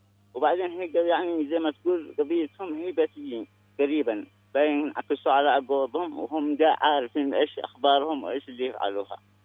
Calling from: Washha, Hajjah, Yemen

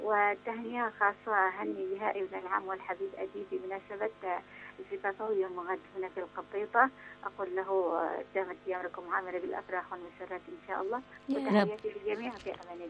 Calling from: Lahij, Yemen; من محافظة لحج

